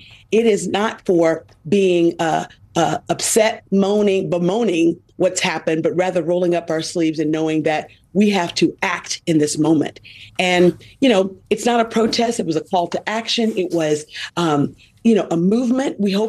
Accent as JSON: {"language": "English", "town": "Selma", "region": "Alabama", "country": "United States", "tie": "born or raised there", "said": "I represent Alabama's civil rights district, historic cities of Birmingham, Tuscaloosa, my hometown of Selma."}